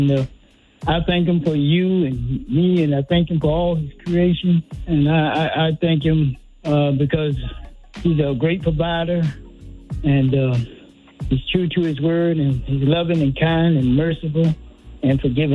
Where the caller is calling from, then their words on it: Clinton, Maryland, United States; I'm calling from Clinton, Maryland.